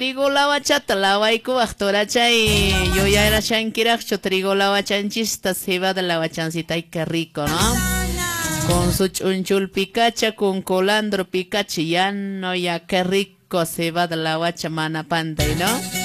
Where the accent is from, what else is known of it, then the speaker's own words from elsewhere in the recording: Colquemarca, Cusco, Peru; ¿De dónde eres? Yo soy de Colquemarca. De Colquemarca, Totorani.